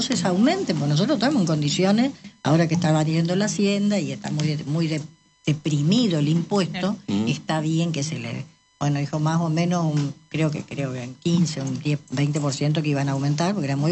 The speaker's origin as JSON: {"language": "Spanish", "region": "Corrientes", "country": "Argentina", "said": "somos todos correntinos"}